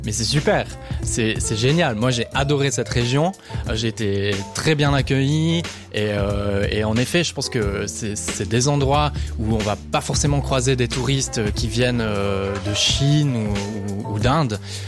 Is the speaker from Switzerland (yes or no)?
yes; Switzerland; ça me fait tellement rêver en tant que Suisse, je trouve que c'est la plus belle saison.